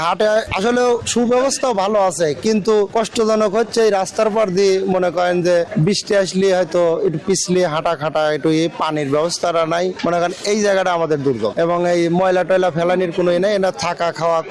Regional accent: Pabna, Rajshahi Division, Bangladesh; এটা পাবনা আতাইকুল্লা থানা কৃষ্ণপুর বাড়ি।

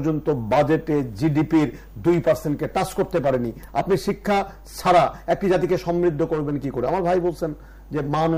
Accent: Bangladesh; born there; আমি খুশি বাংলাদেশের মানুষ হিসেবে, এই দেশে জন্মগ্রহণ করা একজন সন্তান হিসেবে

